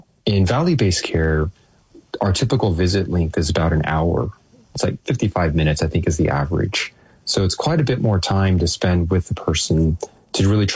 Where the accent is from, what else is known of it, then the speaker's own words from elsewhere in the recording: Texas, United States; I grew up in Texas playing football and in same idea.